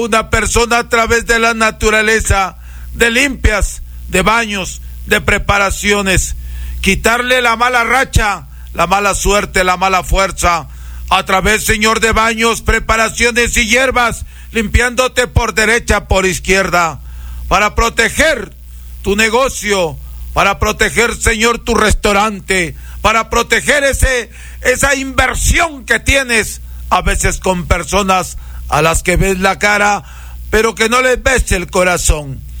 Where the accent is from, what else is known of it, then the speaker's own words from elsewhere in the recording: Huancabamba, Piura, Peru; mi tierra natal, a las guaringas de Huancabamba